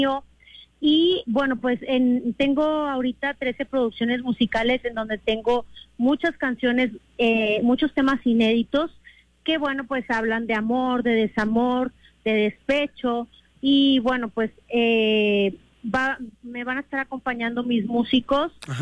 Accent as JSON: {"language": "Spanish", "country": "Mexico", "said": "como buenos mexicanos, no puede faltar el mariachi para celebrar."}